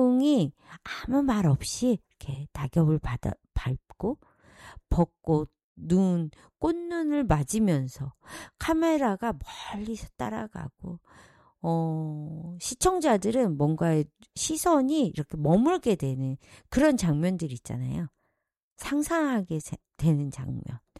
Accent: South Korea; 우리는 사실 한국 사람은 빨리빨리, 빨리빨리, 빨리빨리.

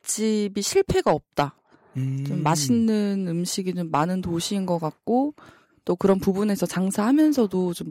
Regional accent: Gunsan, North Jeolla, South Korea; now in Jeonju, South Korea; 저는 군산에서.

